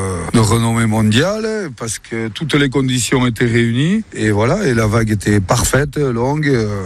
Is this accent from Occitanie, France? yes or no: no; Boucau, Nouvelle-Aquitaine, France; je suis de Boucau, je surfe au Boucau depuis les années 1970.